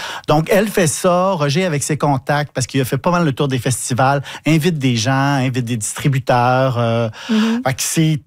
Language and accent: French; Montreal, Quebec, Canada; moved away as an adult; now in Saint-Mathieu-du-Parc, Canada; Je viens de Montréal, mais … maintenant, c'est sûr.